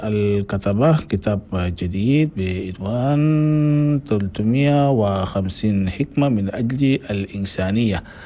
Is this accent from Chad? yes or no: yes; Chad; أنا بلدنا تشاد.